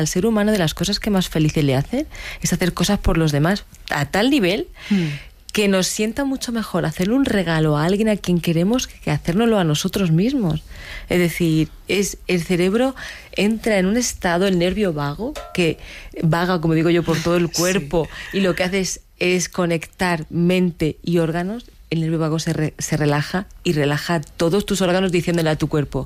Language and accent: Spanish; Águilas, Region of Murcia, Spain; born there; yo soy nacida en Águilas